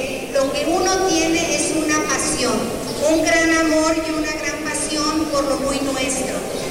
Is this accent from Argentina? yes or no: no; Mexico